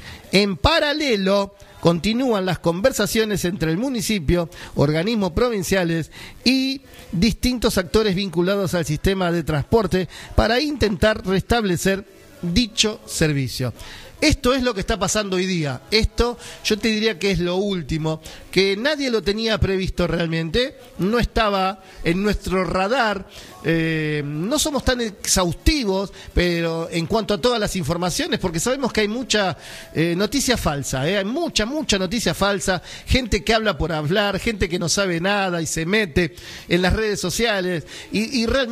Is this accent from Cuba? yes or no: no; Boulogne, Buenos Aires Province, Argentina; Nosotros somos de Boulogne, pero venimos a trabajar acá